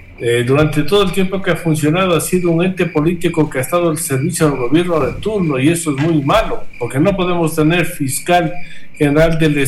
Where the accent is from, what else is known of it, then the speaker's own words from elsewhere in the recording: Ecuador; tenemos que pensar como ecuatorianos